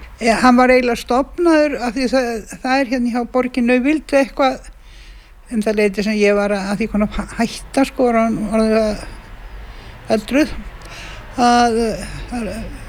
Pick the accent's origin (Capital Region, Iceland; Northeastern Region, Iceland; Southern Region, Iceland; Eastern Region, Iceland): Capital Region, Iceland; Reykjavík; Nei, ég ólstu upp í Laugarásnum.